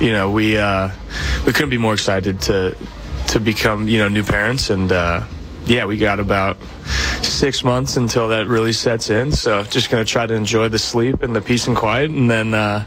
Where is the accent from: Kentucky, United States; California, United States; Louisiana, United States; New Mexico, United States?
California, United States; San Diego; I had a great childhood here.